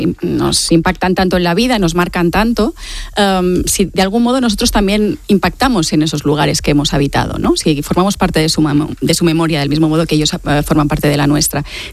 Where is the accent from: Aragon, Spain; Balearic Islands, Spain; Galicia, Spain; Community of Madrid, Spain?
Balearic Islands, Spain; now in Barcelona, Spain